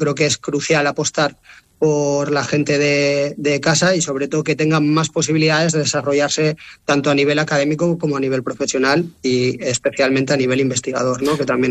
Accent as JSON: {"language": "Spanish", "region": "Asturias", "country": "Spain", "said": "Gran parte del equipo presidencial y que rige la universidad somos asturianos"}